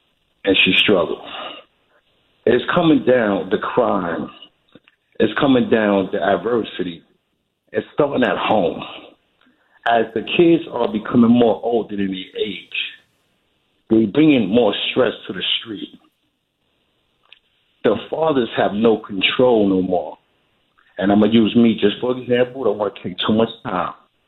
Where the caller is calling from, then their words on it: New York City, New York, United States; I'm a 41-year-old male from Brooklyn, Williamsburg.